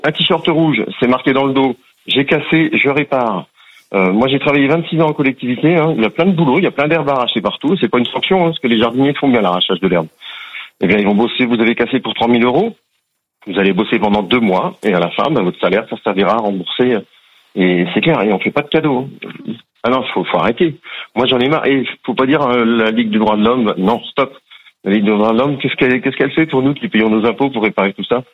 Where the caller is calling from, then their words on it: Pays de la Loire, France; De la région d'Angers, dans le Maine-et-Loire.